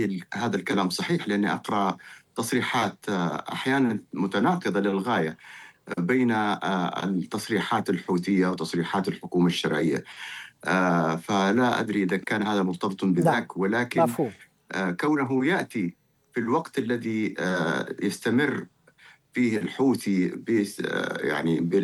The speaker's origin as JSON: {"language": "Arabic", "town": "Jeddah", "region": "Makkah Province", "country": "Saudi Arabia", "said": "فأنا كمواطن سعودي أجئت من جدة إلى الرياض لأعيش هذه اللحظات مع إخواني هنا،"}